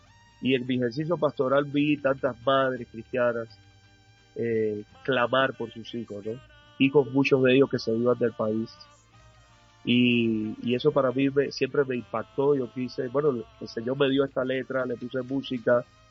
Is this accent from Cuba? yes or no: yes; Cuba; moved away as an adult; now in Colombia; los cubanos tenemos la música en la sangre. Como el colombiano también. Entonces yo, llegando a Colombia, ya en Cuba lo había hecho. Llegando a Colombia, actualmente trabajo como músico